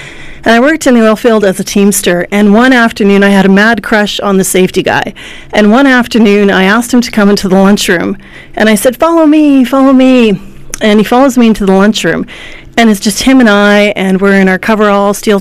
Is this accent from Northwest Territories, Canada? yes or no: yes; Yellowknife, Northwest Territories, Canada; now in Edmonton, Canada; I'm a local artist from Edmonton, Alberta. I grew up in Yellowknife, Northwest Territories. And I've been in Edmonton for a number of years.